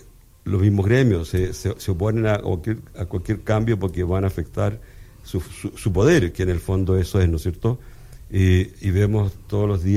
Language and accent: Spanish; Chile; todos los chilenos somos socios de Codelco